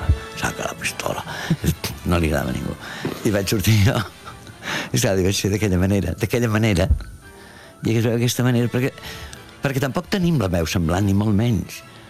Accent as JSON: {"language": "Catalan", "region": "Catalonia", "country": "Spain", "said": "Una, perquè jo sóc català, això és complicat en el doblatge"}